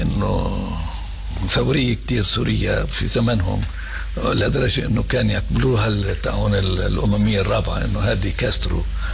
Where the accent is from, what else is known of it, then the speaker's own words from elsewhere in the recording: Palestine; احنا لازم نعارض قرار 242 كفلسطينيين، كثورة، كمنظمة التحرير